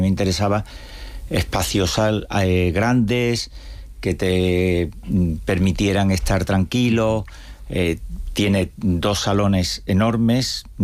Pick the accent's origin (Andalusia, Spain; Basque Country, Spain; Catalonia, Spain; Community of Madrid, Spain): Andalusia, Spain; Seville; moved away as an adult; now in Cantabria, Spain; yo, mi acento me denuncia y soy y he vivido toda mi vida en Sevilla, pero nací en Cantabria, y porque he veraneado siempre en Cantabria